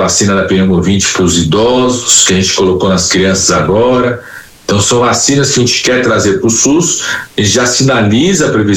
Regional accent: São Paulo, Brazil; also born or lived in Amazon region; eu sou de São Paulo, mas quando tinha terminado a minha especialização, que a gente chama residência, né, em doenças infecciosas, eu fui montar um núcleo da USP lá no meio da região amazônica.

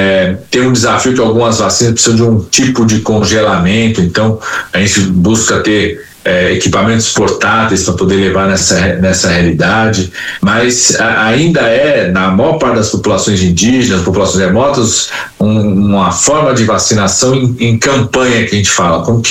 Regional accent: São Paulo, Brazil; also born or lived in Amazon region; eu sou de São Paulo, mas quando tinha terminado a minha especialização, que a gente chama residência, né, em doenças infecciosas, eu fui montar um núcleo da USP lá no meio da região amazônica.

